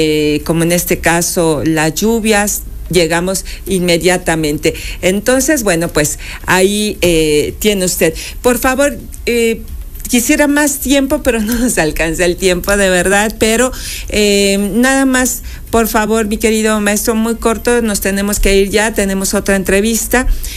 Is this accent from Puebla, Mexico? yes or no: yes; Puebla, Mexico; yo digo tenemos porque soy poblana